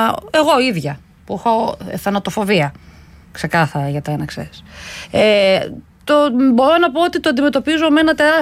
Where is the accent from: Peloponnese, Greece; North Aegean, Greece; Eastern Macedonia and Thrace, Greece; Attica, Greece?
Peloponnese, Greece; στο χωριό μου, την Πελοπόννησο.